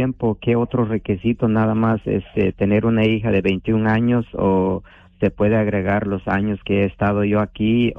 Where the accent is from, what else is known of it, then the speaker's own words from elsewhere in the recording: Guatemala; now in United States; Yo soy originario de Guatemala, mi padre ya falleció, nomás mi madre está en Guatemala.